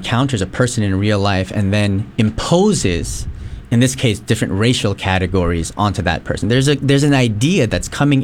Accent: Philippines; I'm Filipino, right? And so I'm Asian

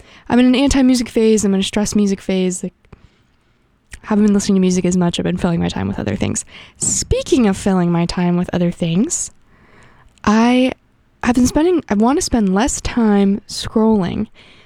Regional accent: United States; I'm American.

